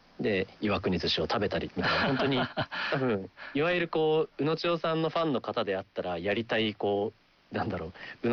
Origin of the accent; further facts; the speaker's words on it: Ube, Yamaguchi, Japan; いや、僕はもう山口県はその宇部市出身なので、まあ、ちょっと距離はありますけど、はい、岩国は家族で旅行だったり行ったことは何度かあるので、